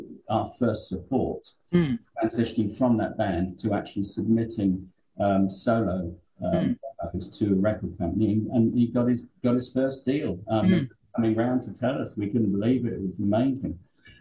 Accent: southern England, United Kingdom; accent: southern twang; now in Birmingham, United Kingdom; I came from down south, as you can probably detect from my accent. Even though I've been here since 1980, I don't seem to have completely lost that southern twang.

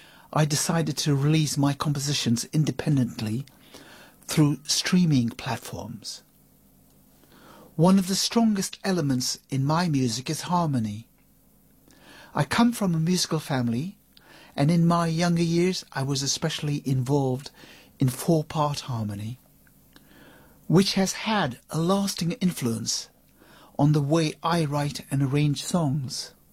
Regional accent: London, United Kingdom; I'm a songwriter from London.

